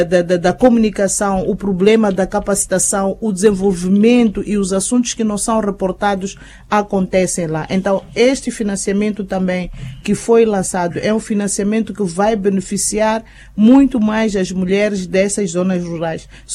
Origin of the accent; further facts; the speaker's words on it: Xidenguele, Gaza, Mozambique; born there; Xidenguele é onde eu nasci